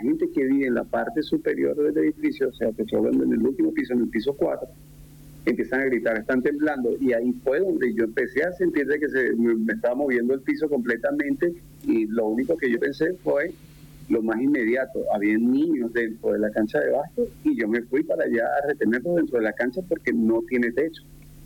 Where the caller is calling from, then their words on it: Caracas, Capital District, Venezuela; Aquí se le conoce como el centro de Caracas